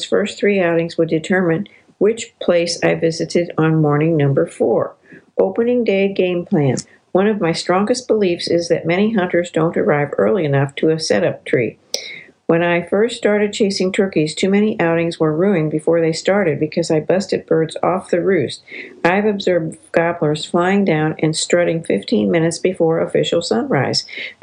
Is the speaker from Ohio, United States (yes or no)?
no; Virginia, United States; Since I'd killed 2 fall Virginia birds, my hunting was over for the year in my home state